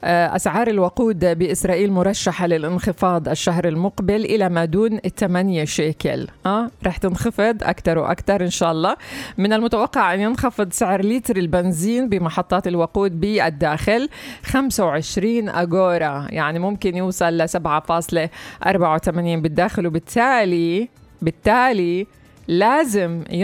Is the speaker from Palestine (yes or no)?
yes; West Bank, Palestine; إلنا كفلسطينيين.